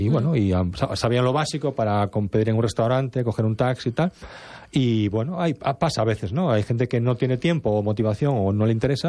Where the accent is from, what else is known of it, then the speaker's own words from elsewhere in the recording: Ourense, Galicia, Spain; moved away as an adult; also born or lived in Sydney / Beijing; No, yo soy de Orense